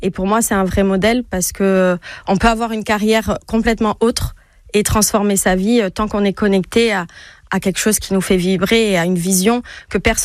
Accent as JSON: {"language": "French", "town": "Toulouse", "region": "Occitanie", "country": "France", "tie": "born or raised there", "lives_now": "Bordeaux, France", "said": "J'ai grandi à Toulouse, mais ça fait 12 ans que je suis bordelaise et ma famille vient de Charente-Maritime"}